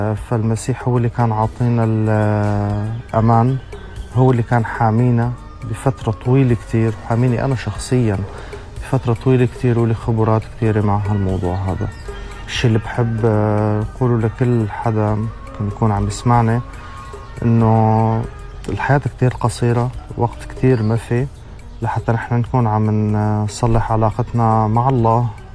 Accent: Syria; now in Europe; أنا سوري، قيم حاليا في أوروبا ومؤمن بالمسيح من قرابة 7 سنوات.

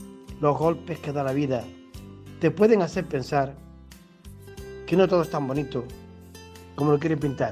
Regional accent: San Roque, Andalusia, Spain; soy natural de San Roque

